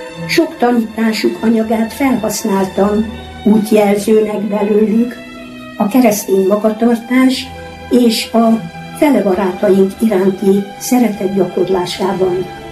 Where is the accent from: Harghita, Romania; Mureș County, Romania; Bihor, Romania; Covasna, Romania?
Harghita, Romania; Praid; now in Odorheiu Secuiesc, Romania; Születtem 1933. január 1-én. Szüleimnek 5. gyermekük láttam napvilágot Parajdon, Hargita megyében.